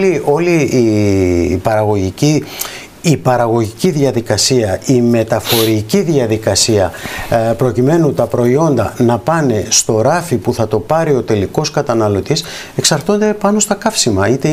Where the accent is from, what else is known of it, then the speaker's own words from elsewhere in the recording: Greece; αισθανόμαστε και ως Έλληνες